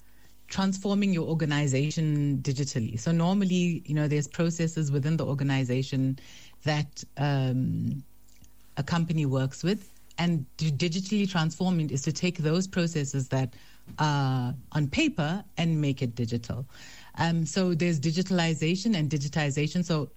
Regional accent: Durban, KwaZulu-Natal, South Africa; moved away as an adult; now in Johannesburg, South Africa; I grew up in Durban, South Africa. So I think I was there for about 20-something years before I moved to Johannesburg.

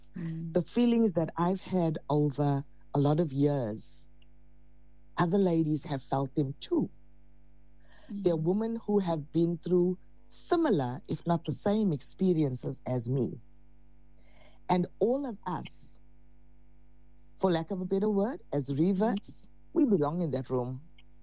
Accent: Pietermaritzburg, KwaZulu-Natal, South Africa; born there

